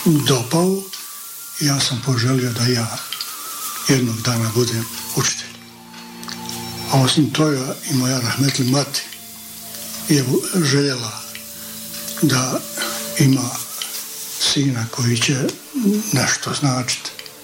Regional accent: Stjepan Polje, Federation of Bosnia and Herzegovina, Bosnia & Herzegovina; Ja sam iz Stjepan Polja i u nas u Stjepan Polju u ono vrijeme kad sam ja bio dijete bili su učitelji sa Kosova

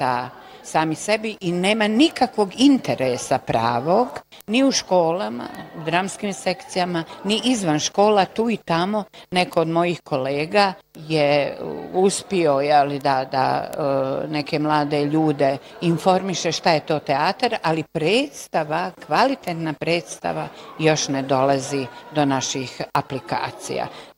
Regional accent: Sarajevo, Federation of Bosnia and Herzegovina, Bosnia & Herzegovina; Ja naravno imam tu sada jednu malu tužnu informaciju da mi iz Sarajeva smo za ovih 14 godina jedva, ali jedva, imali 2 predstave

